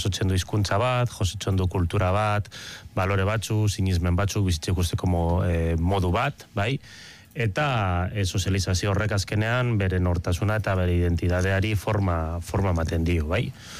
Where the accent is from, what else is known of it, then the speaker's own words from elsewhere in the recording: Basque Country, Spain; ni bakarrik euskaldun sentitzen naiz, baina nire euskal nortasuna ez da eskluientea beste nortasun batzuekin, ez?